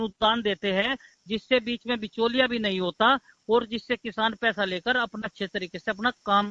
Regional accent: Muzaffarnagar, Uttar Pradesh, India; मैं जिला मुजफ्फरनगर का रहने वाला हूँ।

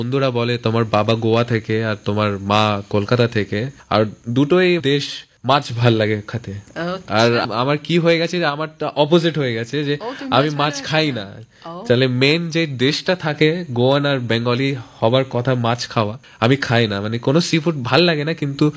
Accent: Kolkata, West Bengal, India; যদি আমি বাঙালি তার আমার কলকাতায় থাকতে হবে, আমি আর কোনো জায়গায় যেতে চাই না।

